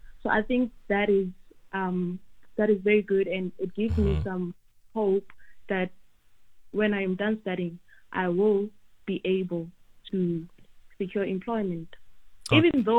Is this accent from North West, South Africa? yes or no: yes; Klerksdorp, North West, South Africa; Well, I come from a very small town, Klerksdorp. I come from Kanana, as in Klerksdorp in Northwest. So we don't have a lot of exposure to career fairs and all those things. It's just a small town from Ekasi.